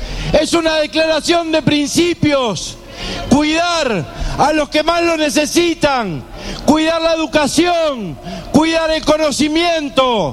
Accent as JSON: {"language": "Spanish", "country": "Argentina", "said": "Quienes somos hijos de la Universidad Pública Argentina"}